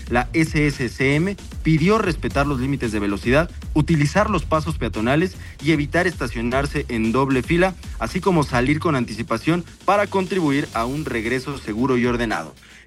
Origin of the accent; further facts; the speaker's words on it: Mexico; nosotros como mexicanos